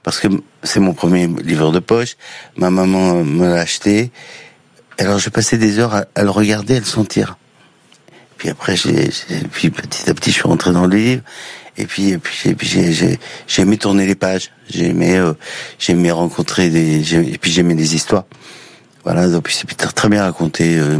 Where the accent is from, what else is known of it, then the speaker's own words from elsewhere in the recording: Île-de-France, France; je viens d'une banlieue est de Paris